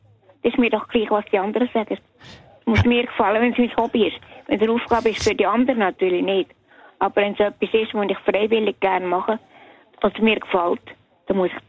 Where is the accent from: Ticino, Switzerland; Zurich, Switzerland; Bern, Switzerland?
Bern, Switzerland; Ich bin auch aus Bern aufgewacht, wie du.